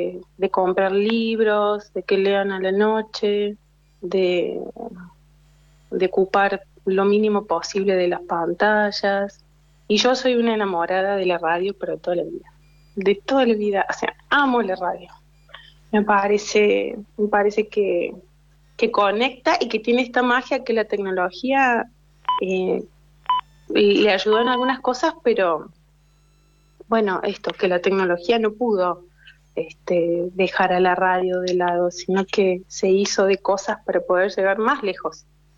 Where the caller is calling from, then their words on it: Córdoba, Argentina; Estoy como a 8 horas de donde estás vos. Vivo en Córdoba y soy mamá de 3 nenas.